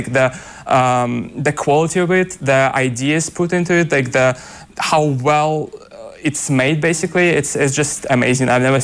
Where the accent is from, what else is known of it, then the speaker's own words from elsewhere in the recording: Russia; English is a second language; like you say I'm from Russia and they say привет, like hello in Russian